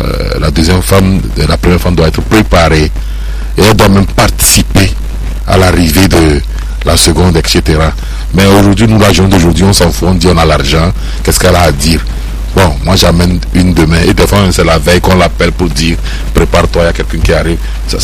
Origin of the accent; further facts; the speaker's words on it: Mango, Savanes, Togo; je suis de la région, hein. Moi, je suis né à Mango, j'ai grandi à Mango